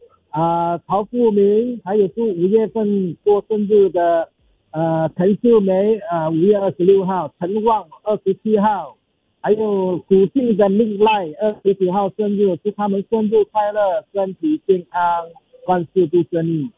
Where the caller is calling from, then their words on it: Singapore; 新加坡的